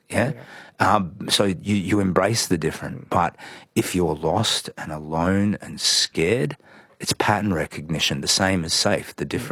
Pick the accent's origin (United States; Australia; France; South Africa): Australia; As a white man growing up in Australia, I didn't really have a perspective on Aboriginality